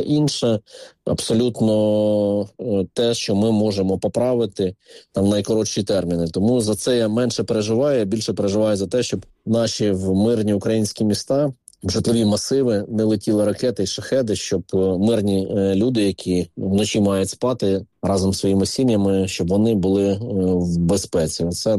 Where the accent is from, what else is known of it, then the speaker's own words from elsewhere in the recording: Kyiv, Ukraine; і ми кияни, і так само дніпряни за киян переживають